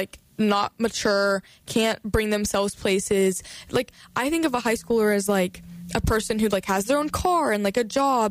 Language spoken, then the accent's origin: English; New York, United States; now in North Carolina, United States; I tell them that I'm from New York.